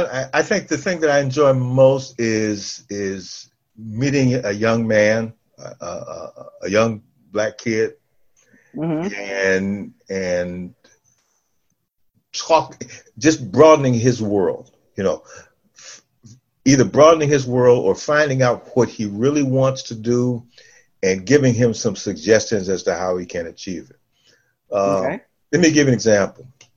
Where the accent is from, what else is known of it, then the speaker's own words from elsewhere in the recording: Detroit, Michigan, United States; moved away; growing up in Detroit, when I grew up in Detroit